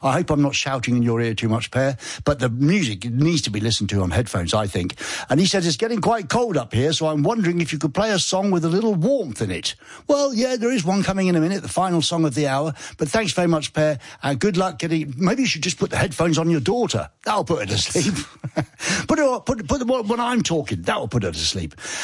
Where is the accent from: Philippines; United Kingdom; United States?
United Kingdom; England; I don't understand German. I'm an Englishman.